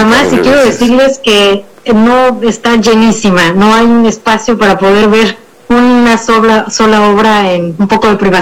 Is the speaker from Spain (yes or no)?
no; Mexico; Realmente como mexicano, como mexicana